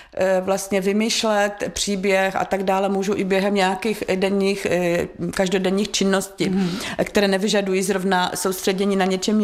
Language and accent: Czech; Horní Suchá, Moravian-Silesian Region, Czechia; also born or lived in Havířov; Pocházím z Horní Suché, bydlela jsem nějakou dobu v Havířově. Teď zase zpátky bydlíme s rodinou v Horní Suché, takže jsem zdejší rodačka